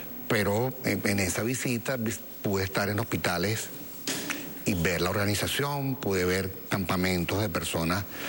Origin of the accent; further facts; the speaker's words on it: Venezuela; Eso para mí fue una lección de vida y además una lección de cómo somos los venezolanos.